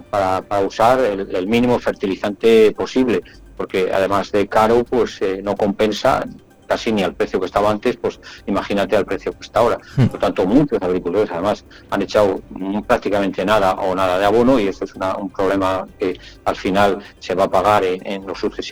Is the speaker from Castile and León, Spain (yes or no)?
yes; Castile and León, Spain; cerealistas que somos de Castilla y León.